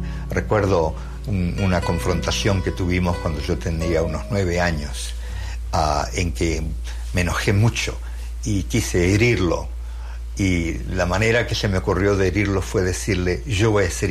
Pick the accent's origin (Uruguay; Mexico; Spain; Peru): Uruguay; Yo soy uruguayo. Mi papá era un obrero ferroviario que se jubiló cuando yo tenía unos 10